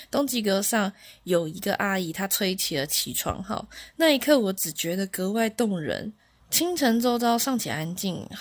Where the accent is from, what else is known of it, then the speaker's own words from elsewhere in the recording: Taiwan; 再一路向西，慢慢照亮大陆的山川、平原，也会照到海峡对岸我的家乡。